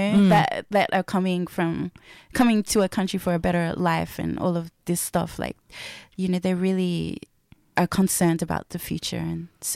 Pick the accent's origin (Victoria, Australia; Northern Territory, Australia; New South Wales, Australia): New South Wales, Australia; Liverpool; also born or lived in Auburn, New South Wales; Yeah, now I grew up in Liverpool, southwest, yes.